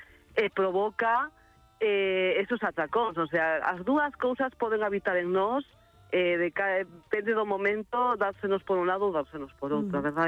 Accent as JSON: {"language": "Galician", "region": "Galicia", "country": "Spain", "said": "A ver, como vos galegos que nos gusta a festa"}